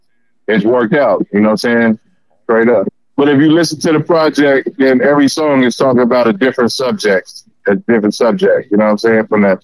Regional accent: Oakland, California, United States; I'm from East Oakland.

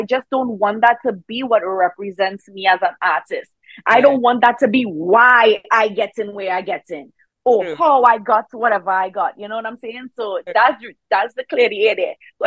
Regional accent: Trinidad & Tobago; I am from Trinidad. I play mass.

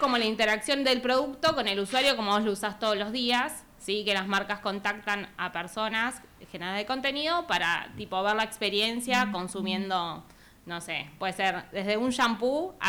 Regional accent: Argentina; Soy argentino

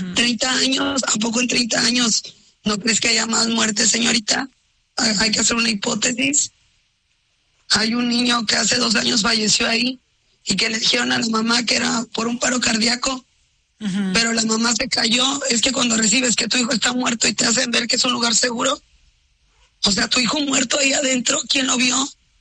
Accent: Ciudad Mante, Tamaulipas, Mexico; yo soy de Ciudad Mante.

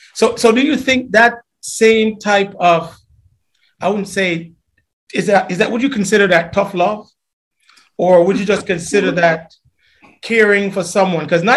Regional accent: Jamaica; moved away; we grew up in Jamaica

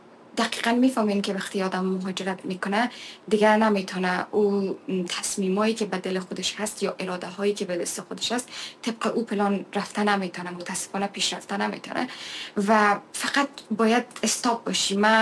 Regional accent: Afghanistan; moved away; در وطنم بیایم و دوباره بتونم فعالیت بکنم و صدای خاموش هموطنایم باشم و بتونم خدمتگزار هموطنای عزیزم در داخل افغانستان باشم.

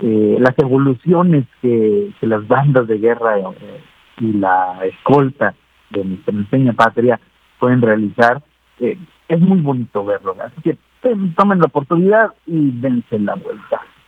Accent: Mexico

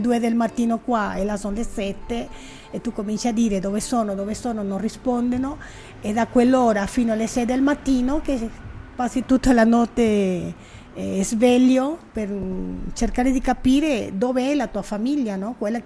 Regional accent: Venezuela; moved away as an adult; now in Italy; quando sono partita dal Venezuela

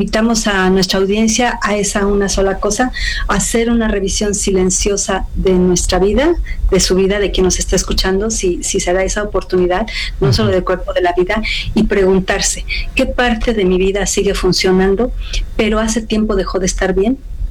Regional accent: Mexico; como mexicanos aceptamos muchas cosas de manera resignada

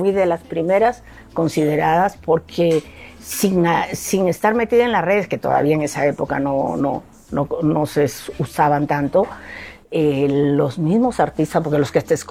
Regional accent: Peru; moved away as an adult; una de las razones por la que me fui del Perú fue por eso, porque sentía que yo estaba demasiado gobernada por mi familia, por mis amigos, por el público, porque yo llegué a ser presentadora de televisión, estuve de conductora como 5 o 6 años en la televisión peruana

